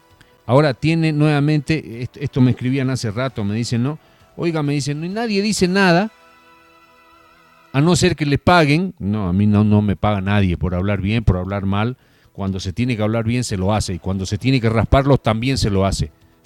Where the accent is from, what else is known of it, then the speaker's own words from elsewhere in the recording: Vallegrande, Santa Cruz, Bolivia; como vallegrandino, nacido, criado, estante y habitante de esta hermosa ciudad de Jesús y Montesclaros de los Caballeros del Gran Valle Grande, porque así se fundó mi ciudad